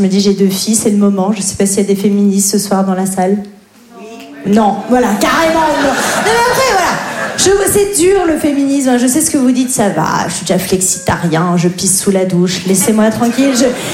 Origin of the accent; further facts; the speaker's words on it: Grand Est, France; j'ai grandi en Lorraine.